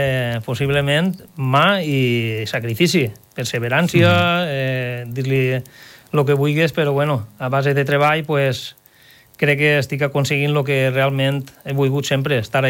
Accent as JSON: {"language": "Catalan", "town": "Villalonga", "region": "Valencian Community", "country": "Spain", "said": "Jo sóc de Villalonga."}